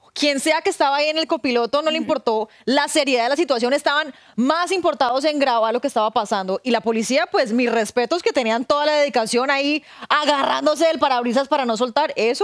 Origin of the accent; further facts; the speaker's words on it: Syria; Mi querida, yo que yo soy de Siria, ya es momento de que abran los ojos